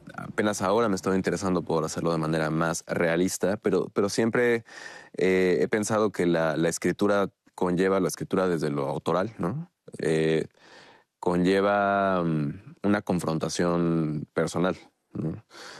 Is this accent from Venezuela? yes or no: no; Mexico